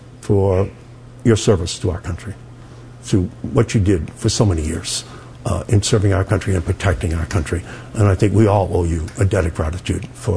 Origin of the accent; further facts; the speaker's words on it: Malden, Massachusetts, United States; I grew up in Malden. I live in Malden today. My father was a truck driver for the Hood Milk Company.